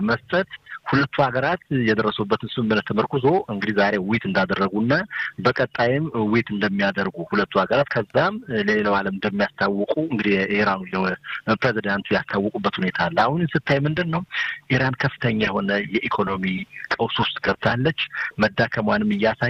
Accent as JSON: {"language": "Amharic", "region": "Amhara", "country": "Ethiopia", "tie": "born or raised there", "said": "ያደግኩበት የተወለድኩበትን ቦታ ጨዋሄት፣ ጎንደር ሲባል ጨዋሄት አገር ጨዋሄት የሚል ከሰማሁና"}